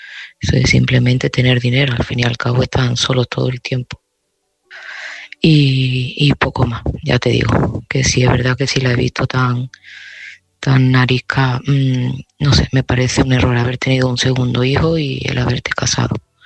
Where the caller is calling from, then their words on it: Seville, Andalusia, Spain; de Sevilla